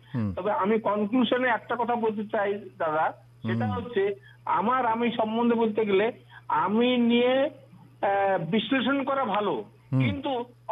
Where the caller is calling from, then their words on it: Baharampur, West Bengal, India; আমি পশ্চিমবঙ্গের মুর্শিদাবাদ জেলার বহরমপুর থেকে … বলছি দাদা।